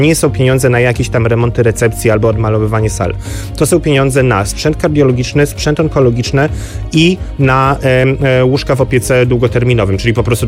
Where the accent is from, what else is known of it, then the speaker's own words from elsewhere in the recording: Nowy Sącz, Lesser Poland, Poland; Ja jestem z Nowego Sącza.